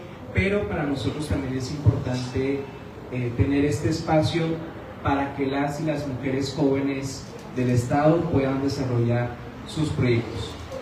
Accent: Hidalgo del Parral, Chihuahua, Mexico; Qué gusto estar acá en Parral, mi tierra.

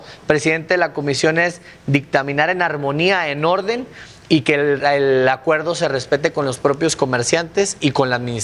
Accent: Durango, Mexico; somos miles los duranguenses, no solo del municipio, también de algunas localidades y algunos municipios aledaños

